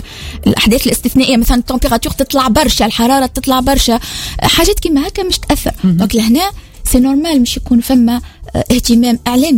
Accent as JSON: {"language": "Arabic", "country": "Tunisia", "said": "واحنا في تونس"}